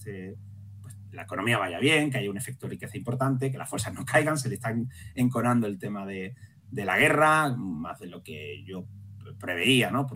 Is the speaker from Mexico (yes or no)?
no; Andalusia, Spain; Sí, como buen andaluz yo suelo hablar mucho y bueno...